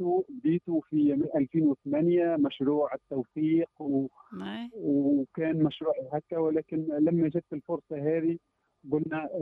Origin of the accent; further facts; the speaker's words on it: Tunisia; moved away as an adult; now in Oman; عمري ما كنت مفكر اني باش نخرج من تونس.